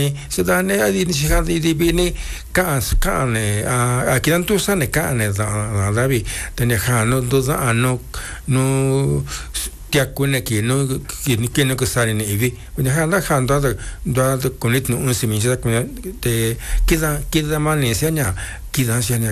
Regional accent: Mexico; first language Mixtec; Spanish is a second language; Y lo que comentaba, pues en mi lengua materna es de que allá en la región mixteca, pues hay los campesinos

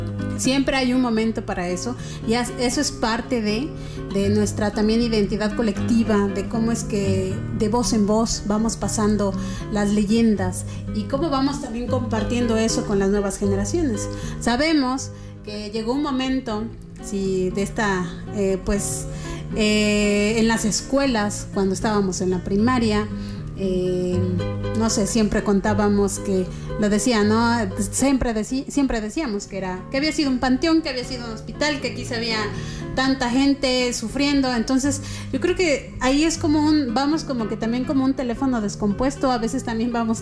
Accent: Mexico; como mexicanos, como país

